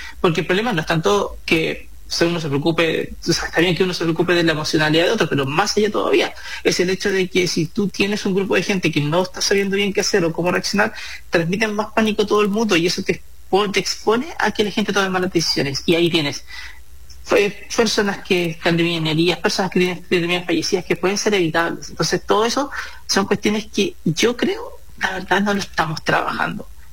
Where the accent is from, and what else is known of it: Chile